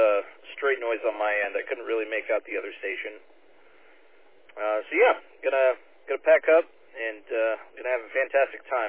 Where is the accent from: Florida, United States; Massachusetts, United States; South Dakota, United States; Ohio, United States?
Ohio, United States; moved away; So I'm originally from Ohio.